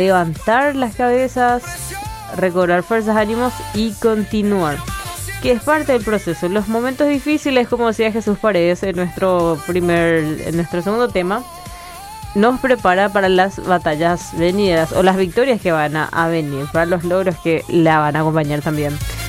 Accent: Paraguay

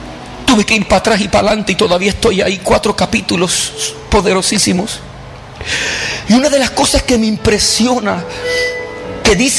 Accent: Puerto Rico; yo soy puertorriqueño.

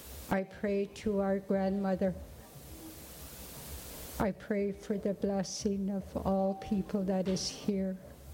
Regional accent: Whitehorse, Yukon, Canada; I come from Whitehorse, Yukon, Canada.

